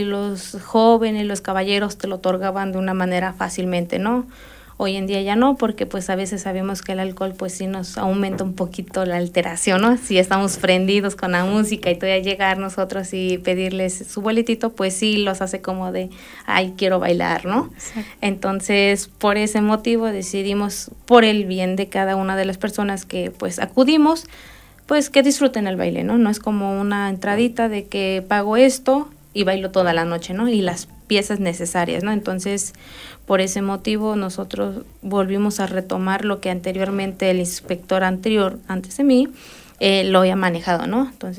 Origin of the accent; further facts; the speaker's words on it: Las Nieves, Mexico; todos los que somos ahí de Las Nieves